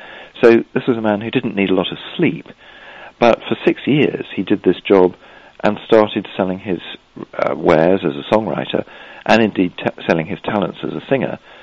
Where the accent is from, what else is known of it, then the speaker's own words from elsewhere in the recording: England, United Kingdom; I suspect my accent gives me away.